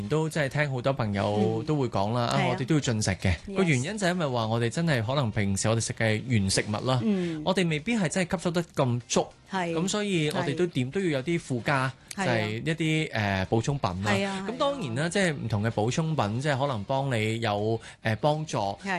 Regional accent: Hong Kong; 這個都係我哋香港人

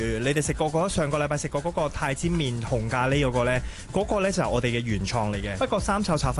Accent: Thailand; moved away; 以前細細個喺泰國嗰陣咧

